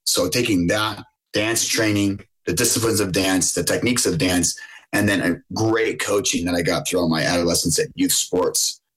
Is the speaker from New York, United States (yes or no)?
yes; Buffalo, New York, United States; So I would not be who I am if I was not from Buffalo. I take Buffalo so serious, and I love Buffalo.